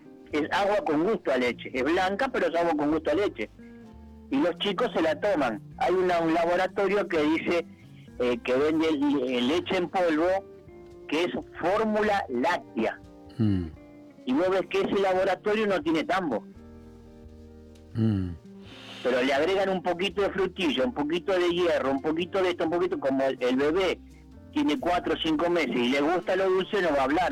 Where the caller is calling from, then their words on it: Buenos Aires, Argentina; Villa del Parque